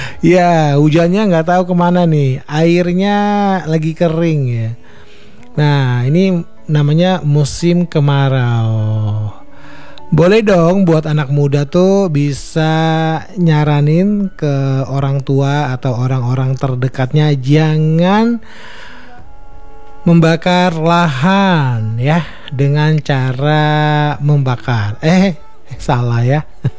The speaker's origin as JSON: {"language": "Indonesian", "town": "Palangkaraya", "region": "Central Kalimantan", "country": "Indonesia", "said": "kita orang Palangkaraya"}